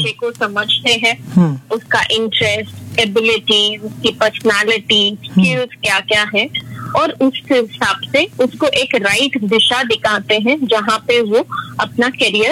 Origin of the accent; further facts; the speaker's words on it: Mumbai, Maharashtra, India; मैं अमची मुंबई से हूँ।